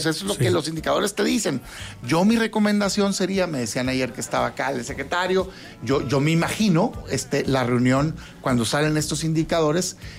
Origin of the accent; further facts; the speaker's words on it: Mexico; Como mexicanos, pues claro que no, no puede aspirar un gobierno a que se pongan de acuerdo los criminales, déjenlos en paz.